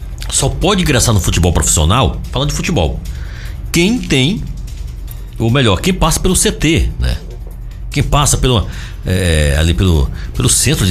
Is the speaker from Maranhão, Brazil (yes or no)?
yes; Barreirinhas, Maranhão, Brazil; born there; also born or lived in Icoaraci, Belém, Pará; now in Belém, Brazil; aqui é minha terra, o Maranhão, sou maranhense da gema, barreirinense da gema, graças a Deus.